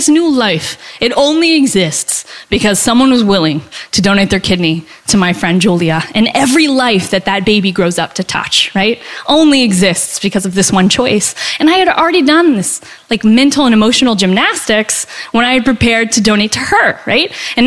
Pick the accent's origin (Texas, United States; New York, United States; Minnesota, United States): Texas, United States; I'm from the South, right? The storytelling.